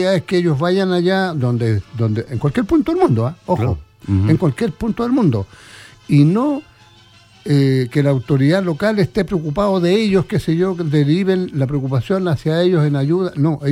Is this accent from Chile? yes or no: yes; Chile; yo como chileno